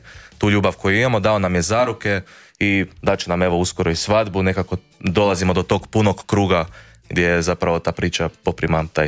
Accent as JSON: {"language": "Croatian", "town": "Voloder", "region": "Sisak-Moslavina County", "country": "Croatia"}